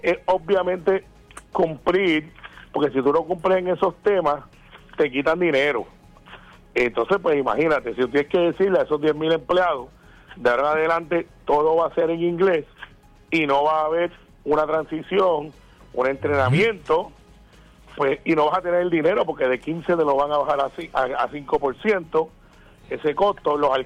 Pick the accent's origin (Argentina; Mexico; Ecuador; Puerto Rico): Puerto Rico; al igual que muchos puertorriqueños